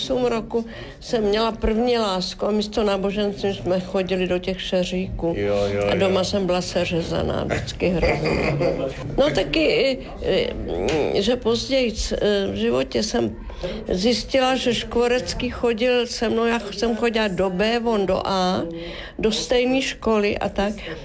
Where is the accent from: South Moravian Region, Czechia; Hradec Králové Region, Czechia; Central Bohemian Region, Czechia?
Hradec Králové Region, Czechia; Náchod; moved away; No tak já před asi 90 lety jsem se narodila v Náchodě.